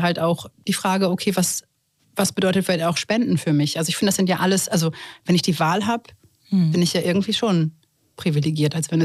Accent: Germany

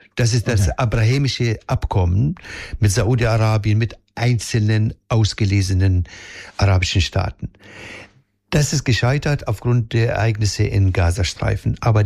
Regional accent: Palestine; wir haben als Palästinenser keine Verbündeten mehr

